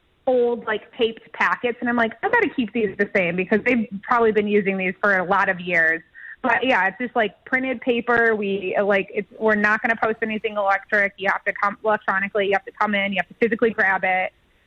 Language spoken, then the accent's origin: English; Frankfort, Michigan, United States; I grew up in Frankfurt